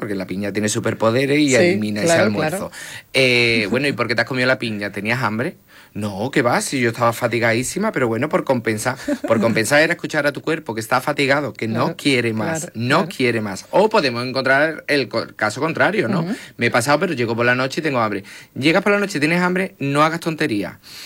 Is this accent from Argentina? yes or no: no; Andalusia, Spain; somos muy andaluces